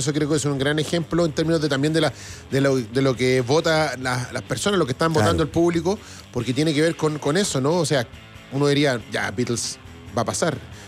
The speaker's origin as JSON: {"language": "Spanish", "town": "Viña del Mar", "region": "Valparaíso", "country": "Chile", "tie": "born or raised there", "said": "Paradero 15 de Avenida Liverpool. Yo nacido y criado ahí."}